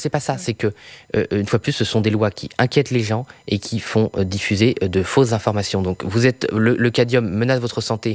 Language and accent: French; Brittany, France; moi, je suis breton, je suis superstitieux, donc j'essaie de limiter mes rêves. Et comment dire, et voilà, j'étais en Bretagne dans ma famille